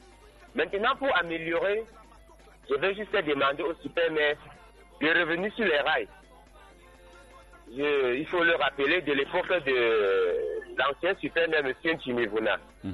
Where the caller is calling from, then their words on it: Yaoundé, Centre, Cameroon; Je vous appelle de Estomba.